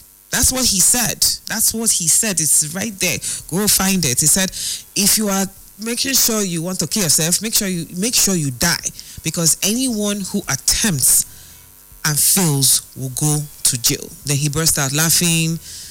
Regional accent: Nigeria; Every day you wake up as a Nigerian

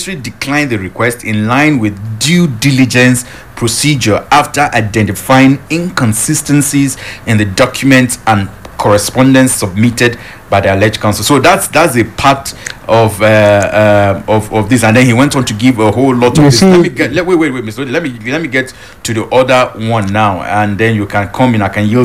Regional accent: Nigeria; as a Nigerian

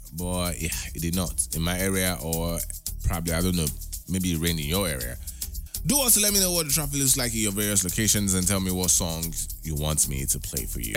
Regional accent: Nigeria; now in United Kingdom; I mean, we are Nigerian.

